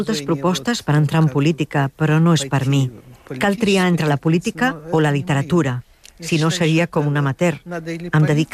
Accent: Belarus; moved away; Jo sóc de Bielorússia i és molt difícil protestar en un estat totalitari. Jo vaig marxar

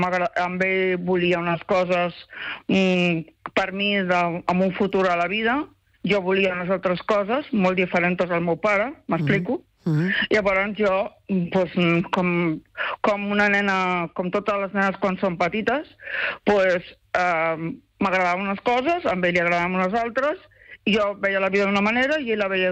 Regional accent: Barcelona, Catalonia, Spain; born there; also born or lived in Sant Just Desvern; now in Pineda de Mar, Spain; Jo vaig néixer fa molts anys a la maternitat, soc catalana, vaig néixer a la maternitat, el 9 del 7 al 65

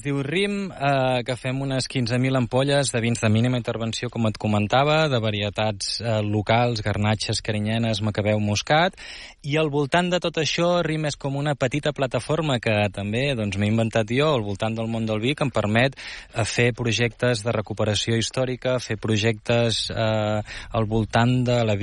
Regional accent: Girona, Catalonia, Spain; Jo soc de Girona, aquesta també és bona, i estic aquí a l'Albera visquent.

